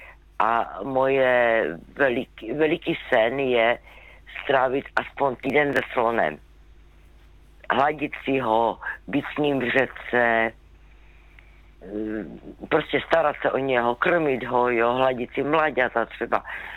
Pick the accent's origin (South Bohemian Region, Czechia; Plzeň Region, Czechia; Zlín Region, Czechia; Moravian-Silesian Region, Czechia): Zlín Region, Czechia; Jako moje nejkrásnější a nejlepší dovolená je, když se vracím do svého rodného kraje, to je Valachy.